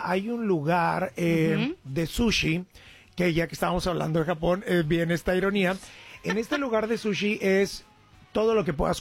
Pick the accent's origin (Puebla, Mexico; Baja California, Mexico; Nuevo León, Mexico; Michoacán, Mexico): Nuevo León, Mexico; No, espérame, yo soy regio, bro.